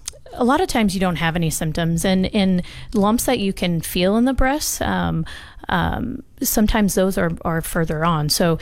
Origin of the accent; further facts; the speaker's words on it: South Dakota, United States; So I grew up in Casswood, South Dakota, a town of about 600.